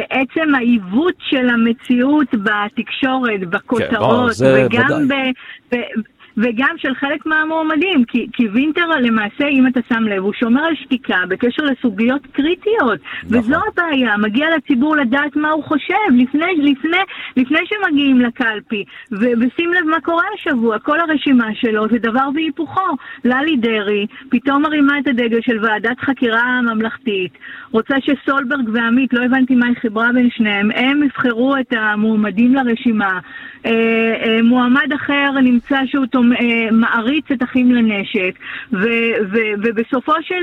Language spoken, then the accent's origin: Hebrew; Northern Israel, Israel; אני מגיעה מהצפון, אז אני מדברת מדם ליבי כאן